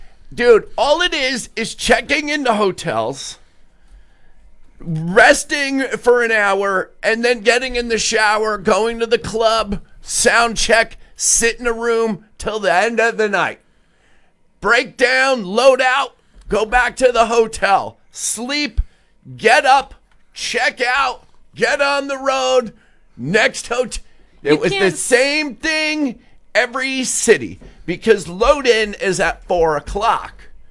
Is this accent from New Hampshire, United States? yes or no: no; Traverse City, Michigan, United States; as soon as I mentioned I was from Traverse City